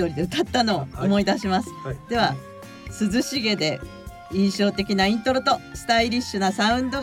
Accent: Miyazaki, Japan; now in Tokyo, Japan; 私もともと地元は宮崎なんですけど、宮崎から東京に出てきて早、まあ、40数年経ちました。

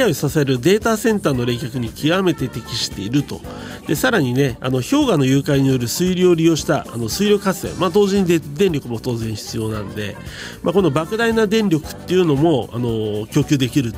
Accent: Hokkaido, Japan; 僕ら道民からしてみると

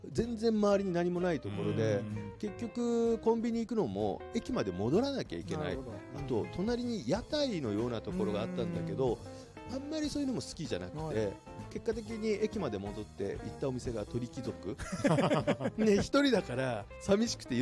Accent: Hokkaido, Japan; どさんこだから JR だろうという謎の理由で JR に乗って、

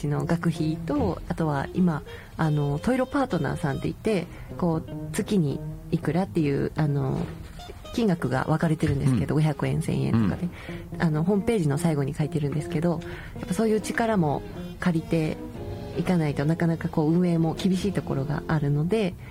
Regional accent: Hokkaido, Japan; moved away; やっぱり自分の地元の北海道にも、

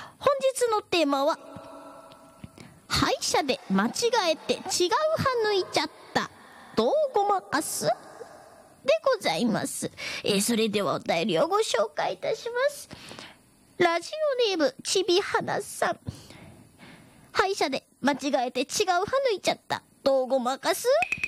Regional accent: Miyazaki, Japan; と同じ宮崎県出身でございます

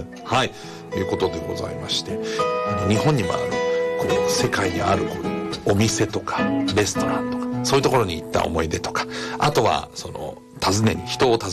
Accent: Frankfurt, Hesse, Germany; moved away; 私が生まれ育ったフランクフルトにはね

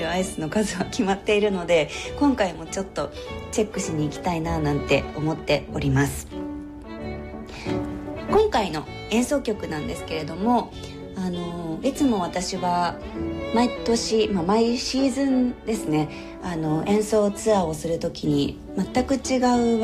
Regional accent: Oita, Japan; 私は大分出身なので、もう北と南で全然場所が違うんですが

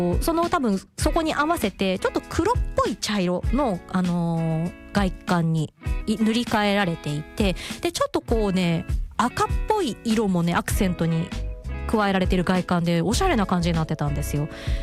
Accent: Kakunodate, Akita, Japan; moved away; 私の地元の、秋田というか私の実家の本当にすぐ近くなんですけど、私の実家って、秋田は角野館、桜の名所、武家屋敷がある有名なところ観光地なんですけど、その観光地の結構近くに私実家があって、

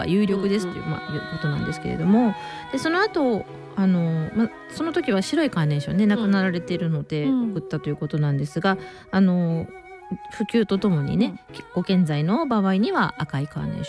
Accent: Setagaya, Tokyo, Japan; 世田谷生まれ世田谷育ち、中学校3年生の女の子のママです。

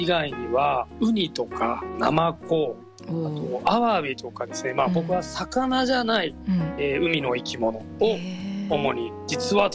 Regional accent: Asahikawa, Hokkaido, Japan; now in Rebun, Japan; その時にちょっとこう昇進になった時に地元の旭川に帰るっていうよりも礼文島に帰りたいなと思いまして

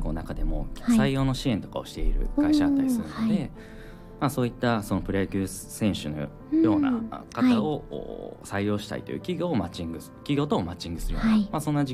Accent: Mie, Japan; moved away; 僕の地元の三重の通ってところとかはそんなやってる人いなかったんで、

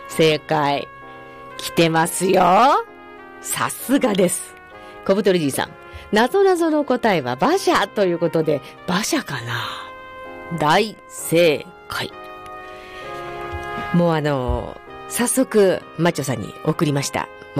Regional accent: Gunma, Japan; accent: Gunma dialect

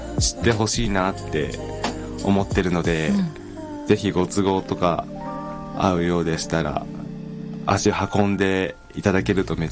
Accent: Saitama, Japan; 自分埼玉県出身なんですけど、

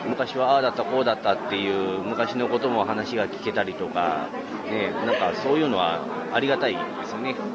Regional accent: Yamaguchi, Japan; 自分ももともと地元は山口県の方なんですけど

